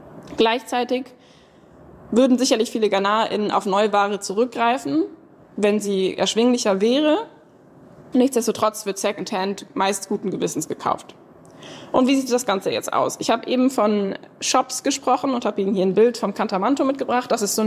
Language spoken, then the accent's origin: German; North Rhine-Westphalia, Germany; Ich bin aus NRW